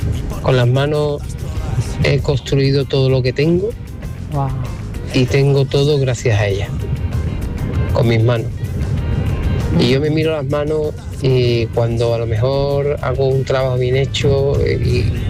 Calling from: Seville, Andalusia, Spain; de Sevilla.

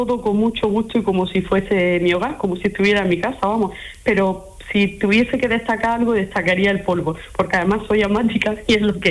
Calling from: Granada, Andalusia, Spain; Vivo en La Gavia, en Granada

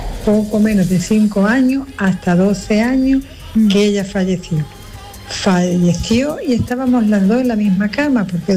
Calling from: Alhaurín de la Torre, Andalusia, Spain; soy de aquí de Laurín de la Torre.

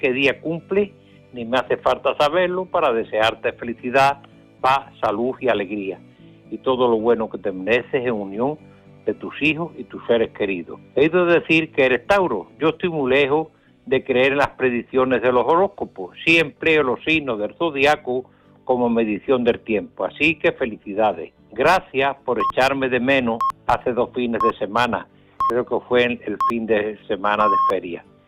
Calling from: Arroyomolinos de León, Andalusia, Spain; de Arroyomolinos de León, Huelva.

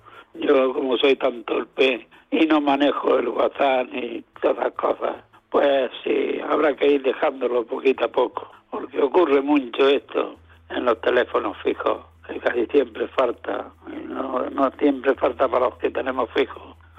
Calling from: Almuñécar, Andalusia, Spain; de Almuñécar.

